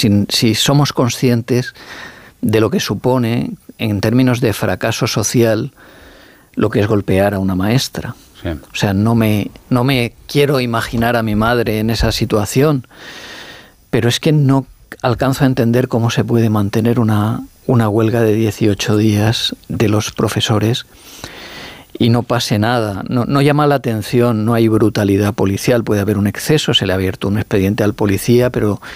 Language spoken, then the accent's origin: Spanish; Alicante, Valencian Community, Spain; Y soy alicantino, o sea, valenciano.